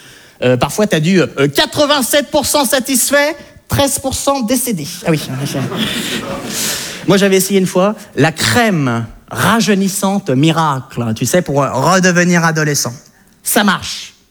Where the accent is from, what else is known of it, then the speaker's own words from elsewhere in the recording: France; en tant que Français, tu lis le journal, bah, tu bouffes ça comme des tic-tac, quoi.